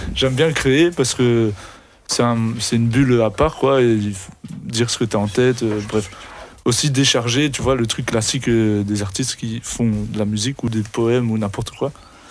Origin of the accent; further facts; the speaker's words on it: Saint-Gilles, Brussels-Capital Region, Belgium; parce que je suis de Saint-Gilles.